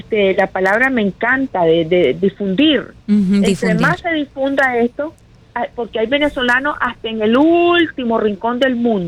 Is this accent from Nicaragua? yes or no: yes; Nicaragua; now in Naples, United States